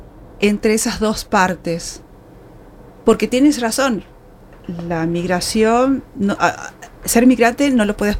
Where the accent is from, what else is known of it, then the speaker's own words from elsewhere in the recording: Argentina; now in Switzerland; Yo soy de Argentina, pero no soy de... soy de otra provincia.